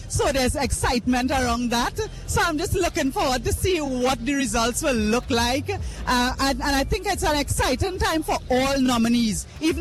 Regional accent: Trinidad & Tobago

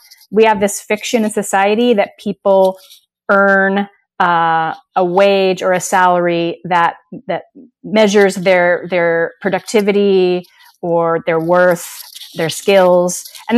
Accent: Utah, United States; also born or lived in New York City; I moved back to my home state of Utah, got a job in a supermarket.

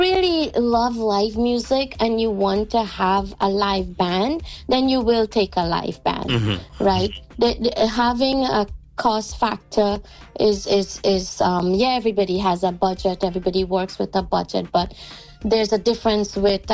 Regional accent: Guyana; Even Guyana, boy, I don't think they think I'm from Guyana, too. I don't think they think I'm Guyanese enough.

